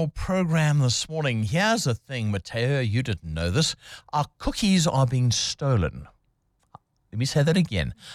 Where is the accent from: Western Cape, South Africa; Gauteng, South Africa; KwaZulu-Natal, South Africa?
Gauteng, South Africa; Benoni; In fact, I'm from Benoni, and I used to live down the road from her.